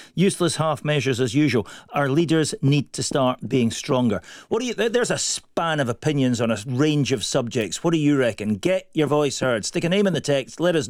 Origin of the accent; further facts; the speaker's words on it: Edinburgh, Scotland, United Kingdom; Craig Lockhart Pond near where I grew up in Edinburgh in the 70s